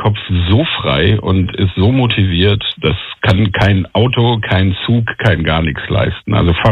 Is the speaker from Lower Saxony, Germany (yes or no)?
yes; Hanover, Lower Saxony, Germany; Ich komme aus Hannover, da habe ich das große Glück, tatsächlich die meiste Strecke komplett durch Grün zu fahren.